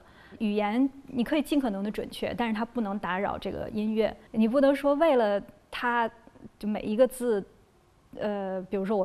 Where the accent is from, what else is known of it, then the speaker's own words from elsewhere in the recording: Beijing, China; 我作为一个北京人